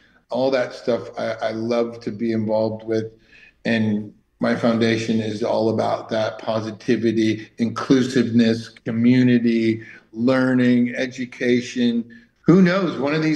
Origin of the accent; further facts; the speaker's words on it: Bloomington, Minnesota, United States; also born or lived in Richfield; I was born in Bloomington. Lived in Richfield, used to hear them announce the baseball players' names from the outdoor baseball stadium there.